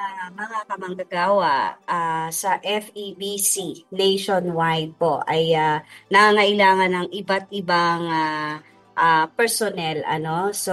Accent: Marikina, Metro Manila, Philippines; also born or lived in Bicol; Parehas kami taga Marikina.

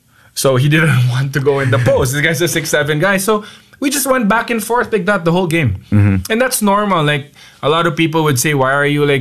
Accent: Baguio, Cordillera Administrative Region, Philippines; moved away as an adult; now in Manila, Philippines; I was born and raised in Baguio City.

